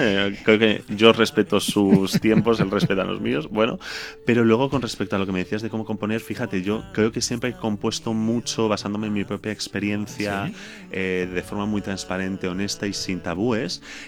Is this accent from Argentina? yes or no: no; Madrid, Community of Madrid, Spain; born there; also born or lived in Palma, Balearic Islands